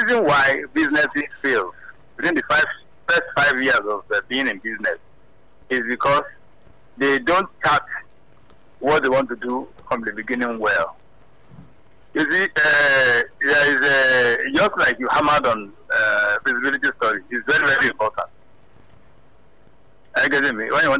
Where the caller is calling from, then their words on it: Agbara, Ogun, Nigeria; Yes, I'm calling from Agbara.